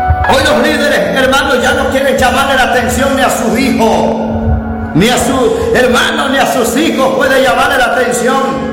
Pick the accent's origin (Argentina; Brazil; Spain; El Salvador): El Salvador